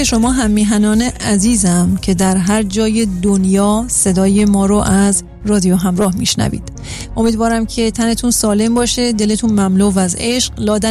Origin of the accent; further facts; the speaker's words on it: Iran; من به عنوان یه ایرانی